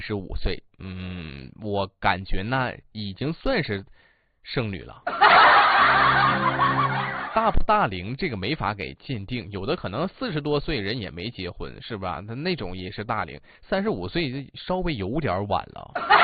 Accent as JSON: {"language": "Chinese", "region": "Northeast China", "country": "China", "said": "咱们东北话"}